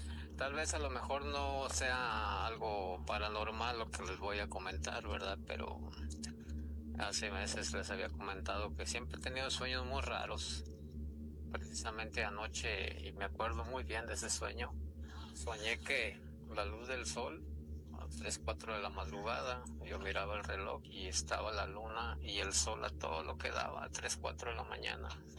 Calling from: Nayarit, Mexico; Los saludo desde el estado de Nayarit.

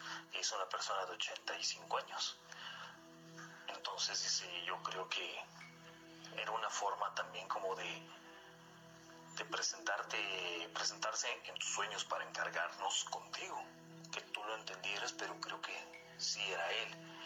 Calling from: Mexico City, Mexico; somos de aquí de la Ciudad de México

